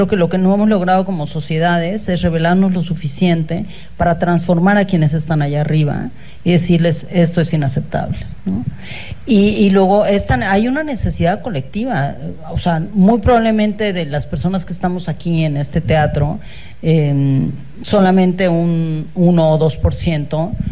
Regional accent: Mexico

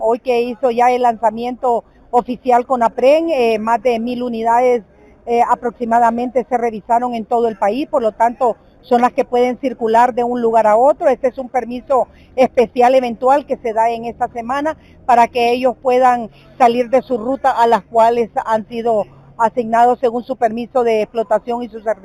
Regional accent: Honduras

